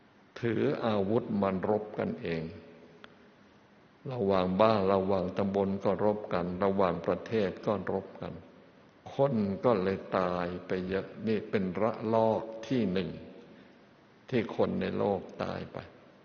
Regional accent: Kanchanaburi, Thailand; หลวงพ่อจำได้ตอนเด็กๆสิ้นสงครามต้องบ้านอยู่กาญจนบุรีต้องไปเข้าคิวกันรับแจกข้าว

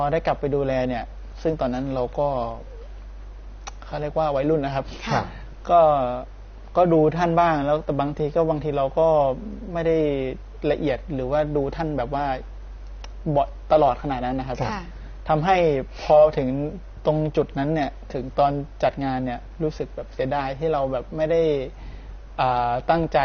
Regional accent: Chachoengsao, Thailand; now in Pathum Thani, Thailand; ปกติบ้านเกิดอยู่ฉะเชิงเทราครับแต่ว่าทีนี้พอผมเข้ามาอยู่วัดได้ประมาณปีหนึ่งสองปีก็ย้ายมาอยู่ปทุมครับ

